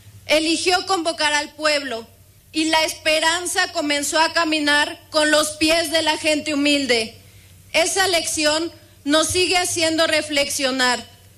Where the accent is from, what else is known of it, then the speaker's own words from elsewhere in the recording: Mexico; Como mujer mexicana, quiero reconocer de manera especial a las mujeres que hicieron posible nuestra libertad.